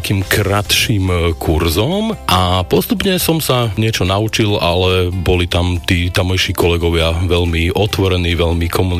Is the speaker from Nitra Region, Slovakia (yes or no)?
no; Sládkovičovo, Trnava Region, Slovakia; also born or lived in France; now in Bratislava, Slovakia; pochádzam zo Sládkovičova